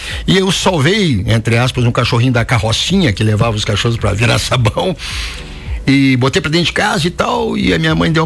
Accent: Porto Alegre, Rio Grande do Sul, Brazil; now in Alfredo Wagner, Brazil; Bom, eu sou um garoto de cidade, né? Eu sou de Porto Alegre, né? Agora dotado por Santa Catarina, eu sou catarinense agora. Muitos anos aqui já, né?

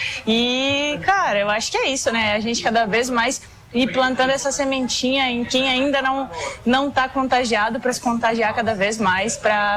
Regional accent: Rio Grande do Sul, Brazil; moved away; Sou gaúcha

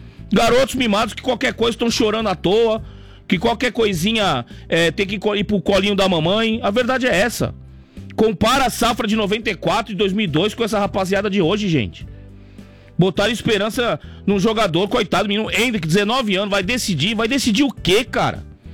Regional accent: Brazil

